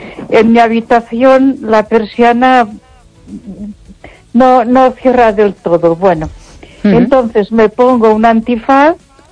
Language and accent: Spanish; Ponferrada, Castile and León, Spain